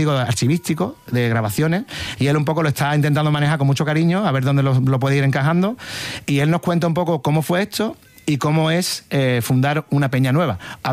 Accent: Jerez, Andalusia, Spain; Y digo, yo soy de Jerez.

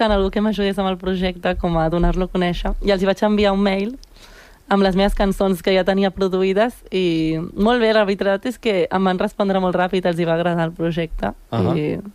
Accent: Sant Cugat del Vallès, Catalonia, Spain

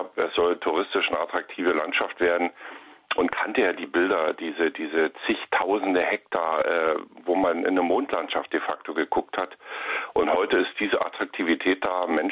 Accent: Lusatia, Germany; hier de facto an der Tagebaukante groß geworden ist in der Lausitz, dann ist das schon fantastisch.

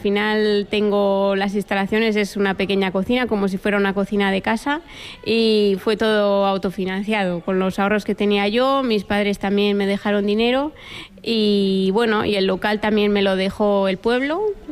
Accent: Aguilar de Campoo, Castile and León, Spain; also born or lived in Madrid; Soy de Menaza, un pueblo de 25 habitantes de Aguilar de Campoo

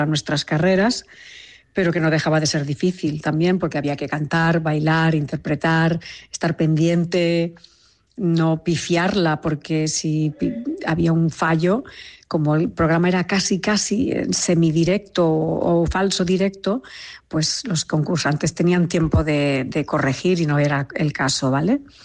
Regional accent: Catalonia, Spain; porque soy catalana

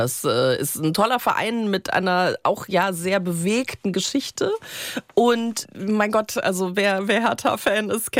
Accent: Munich, Bavaria, Germany; now in Berlin, Germany; also auch in meinen Münchner Zeiten

